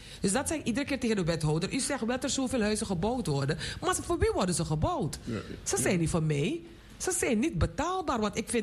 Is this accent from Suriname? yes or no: yes; Suriname; Want wij zijn ook uit Suriname gekomen.